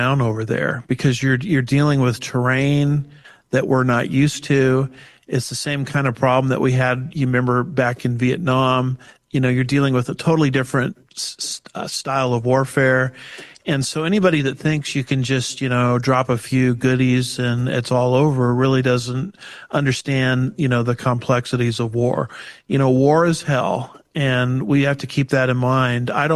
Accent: United States; as an American

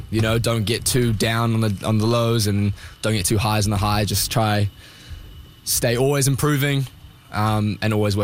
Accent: Wellington, New Zealand; moved away as an adult; now in Sydney, Canada; I'm from Wellington, which is the capital city of New Zealand. So it's kind of 300,000 people.

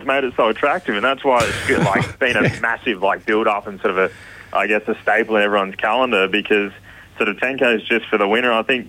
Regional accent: Mildura, Victoria, Australia; born or raised there

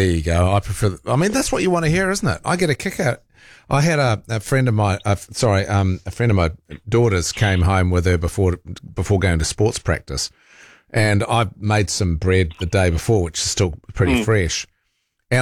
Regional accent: Rotorua, Bay of Plenty, New Zealand; I grew up in Rotorua. My parents built a house there.

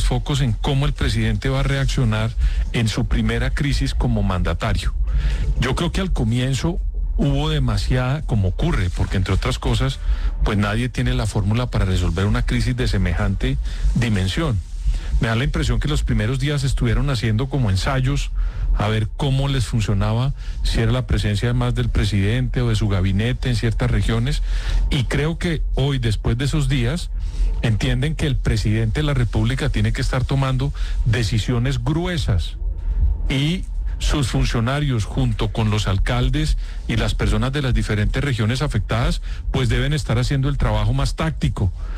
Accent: Colombia; Que trato de decir es que yo, como colombiano, esper

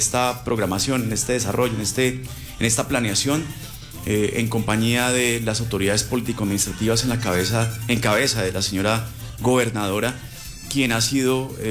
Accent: Colombia; nosotros somos colombianos

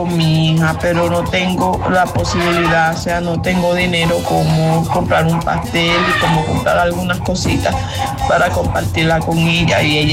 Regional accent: Venezuela; moved away; Hoy me encuentro aquí porque yo soy venezolana y la verdad que no tengo toda mi familia en Venezuela.

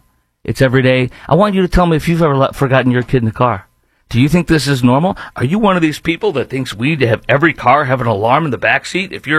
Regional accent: Chicago, Illinois, United States; my hometown of Chicago

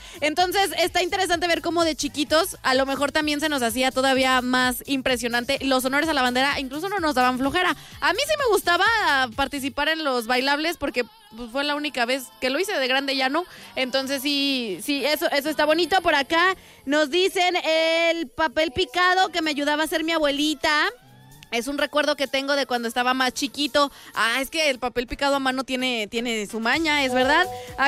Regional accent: Mexico; Probablemente el Mundial nos agotó como mexicanos, nos quitó todo el patriotismo que teníamos

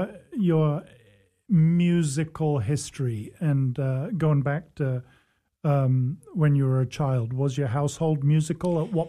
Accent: Singapore; born there; moved away; I was born in Singapore.

